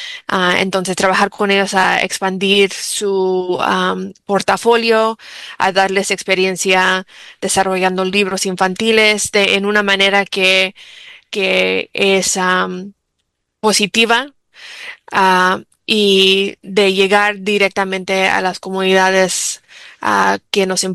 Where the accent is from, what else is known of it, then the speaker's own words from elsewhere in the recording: Chicago, Illinois, United States; Yo crecí en una comunidad en Pilsen, y íbamos a la iglesia en español. Yo iba a una iglesia católica, en todo el barrio hablaba español.